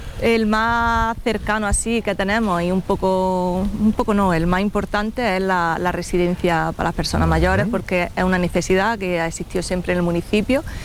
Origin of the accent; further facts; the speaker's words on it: Valdepeñas de Jaén, Andalusia, Spain; Yo soy una enamorada de mi pueblo.